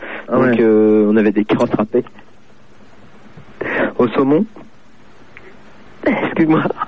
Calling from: Bordeaux, Nouvelle-Aquitaine, France; Ouais, je suis de Bordeaux

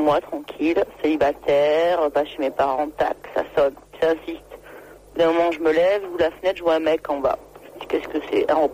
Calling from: Bordeaux, Nouvelle-Aquitaine, France; J'ai 22 ans, j'appelle de Bordeaux.

